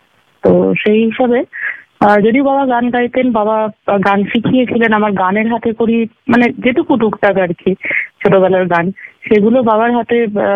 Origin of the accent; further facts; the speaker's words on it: Asansol, West Bengal, India; born there; moved away; also born or lived in Malda / Kolkata; অনেকটাই আমি আসানসোলে বড় হয়েছি, আমার এখানে জন্ম এবং এখানে বড় হওয়া। কিন্তু তারপরে পড়াশোনার জন্য আমাকে উত্তরবঙ্গে যেতে হয়, মালদায় বহুদিন ছিলাম, আবার আমাকে কলকাতায় আসতে হয়।